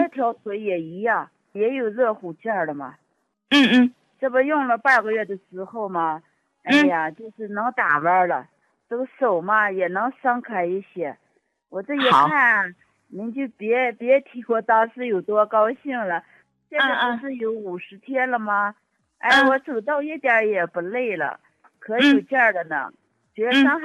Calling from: Baotou, Inner Mongolia, China; 我是包头的，今年63了。

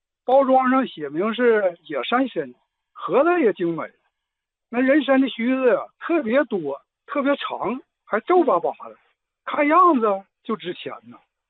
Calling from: Jilin, China; 我对人参也了解一点，因为我是吉林的人。

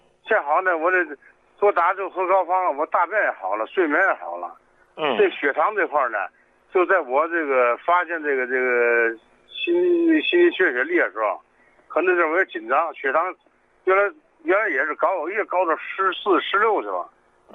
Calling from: Tianjin, China; 我是天津的。

